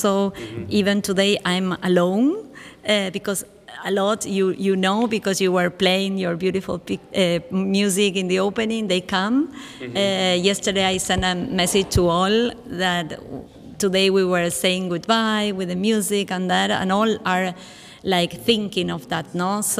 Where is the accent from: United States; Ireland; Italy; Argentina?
Argentina; English is a second language; I'm from Argentina, but for me it's important that I'm Latin American.